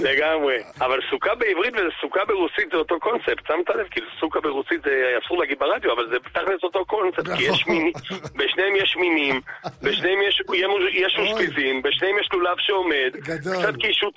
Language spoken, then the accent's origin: Hebrew; Rishon LeZion, Central District, Israel; גדלתי בראשון